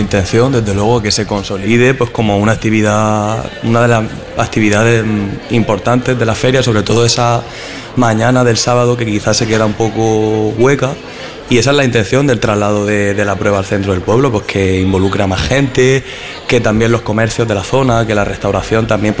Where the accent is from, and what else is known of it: Cieza, Region of Murcia, Spain